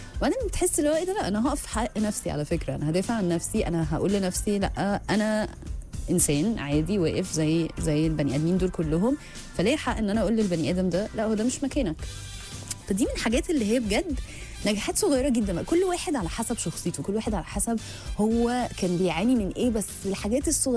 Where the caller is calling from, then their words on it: Alexandria, Alexandria Governorate, Egypt; من اسكندريه